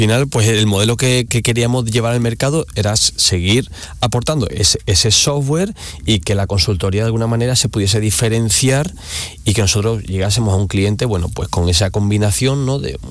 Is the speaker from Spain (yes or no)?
yes; El Puerto de Santa María, Andalusia, Spain; Mira, yo soy de Cádiz, ¿no? Uh-huh. Del pueblo Santa María.